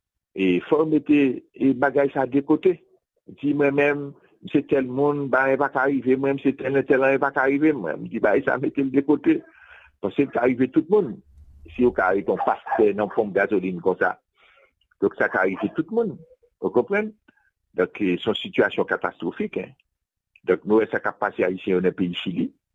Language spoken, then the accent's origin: French; Haiti